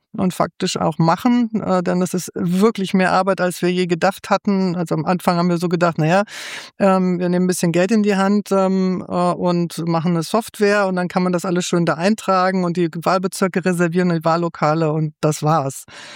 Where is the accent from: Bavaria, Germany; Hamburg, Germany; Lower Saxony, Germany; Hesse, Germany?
Hesse, Germany; Frankfurt am Main; born there; moved away as an adult; also born or lived in Russia; bin ja ein Wessi, in Frankfurt am Main geboren